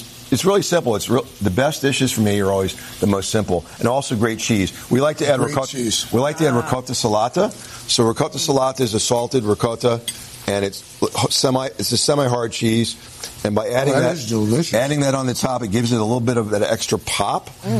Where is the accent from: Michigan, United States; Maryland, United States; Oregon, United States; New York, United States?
New York, United States; New York City; I grew up in the Bronx